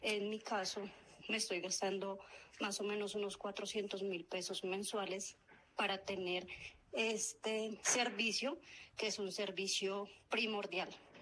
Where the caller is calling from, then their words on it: Bogotá, Colombia; Yo vivo en Fontibón, cerca a Zona Franca